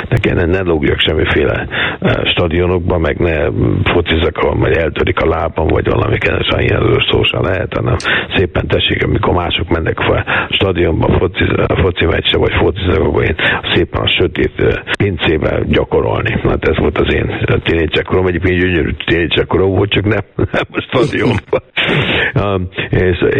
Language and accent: Hungarian; Budapest, Hungary; én pesti srác vagyok